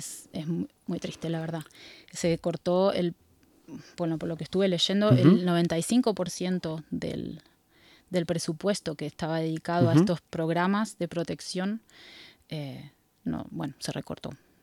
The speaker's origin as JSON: {"language": "Spanish", "region": "Buenos Aires Province", "country": "Argentina", "tie": "born or raised there", "said": "Yo nací en el campo, en Buenos Aires, en la provincia de Buenos Aires."}